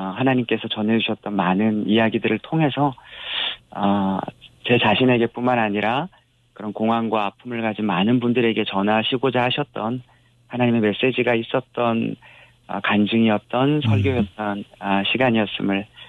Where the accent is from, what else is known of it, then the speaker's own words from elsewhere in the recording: Seoul, South Korea; 잘 아십니다. 예, 서울 사람입니다.